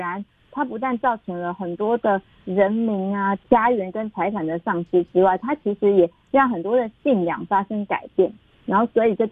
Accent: Tainan, Taiwan; 我是台南，我是台南人的。

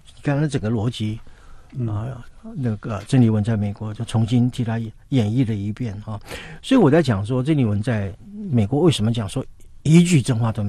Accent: Taiwan; 我们台湾人很善良了，

